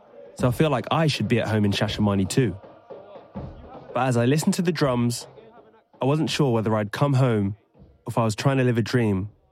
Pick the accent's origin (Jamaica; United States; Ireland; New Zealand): Jamaica; when I was growing up, it took me a while to realise I'm not actually Ethiopian myself. As it turns out, I'm Jamaican, and so is my dad.